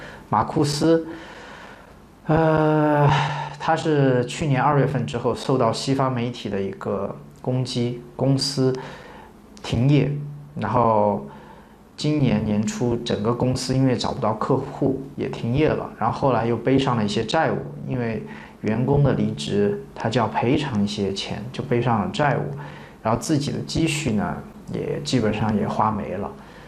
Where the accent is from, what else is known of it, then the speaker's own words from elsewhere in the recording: China; 我们中国人